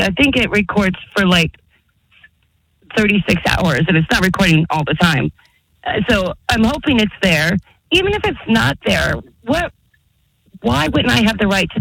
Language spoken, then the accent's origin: English; Las Vegas, Nevada, United States; I'm 57 years old. I know my way around, and I was raised in Vegas.